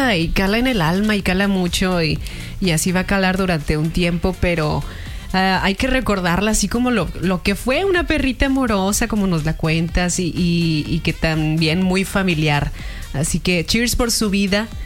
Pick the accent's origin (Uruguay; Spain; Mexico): Mexico; lo peor por cómo somos los mexicanos de impuntuales.